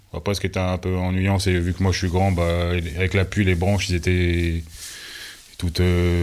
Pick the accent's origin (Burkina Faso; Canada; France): France; Boissy-Fresnoy, Hauts-de-France; Boissy-Fresneau.